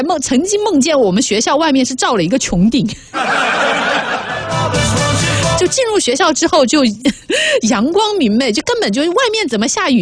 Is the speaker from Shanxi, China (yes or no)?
no; Chongqing, China; 我小时候是在重庆上学，在重庆上学，我们学重庆的学校都是依山而建的